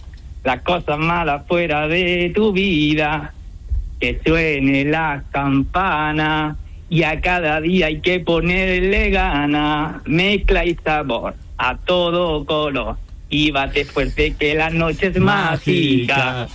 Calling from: Córdoba, Andalusia, Spain; Pues de Córdoba capital.

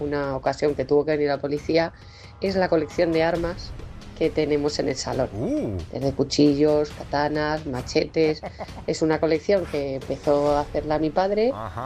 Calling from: Madrid, Community of Madrid, Spain; de Madrid.

